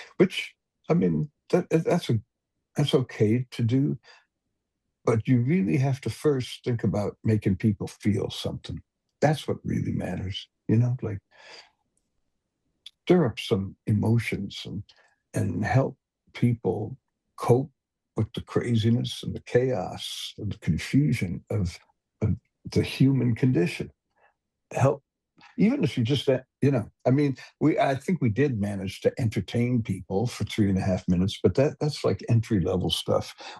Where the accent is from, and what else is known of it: Detroit, Michigan, United States; born or raised there